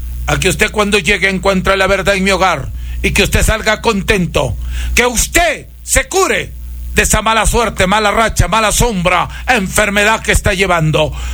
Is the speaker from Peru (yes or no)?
yes; Huancabamba, Piura, Peru; como curador huancabambino del Perú, yo comparto enseñanzas inspiradas en todas las tradiciones de mi tierra natal, allá donde nosotros subíamos un cerro encantado para traer la hierba